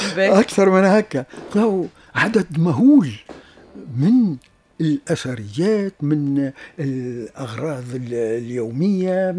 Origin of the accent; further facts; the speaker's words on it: Tunisia; احنا عندنا في تونس في العاصمة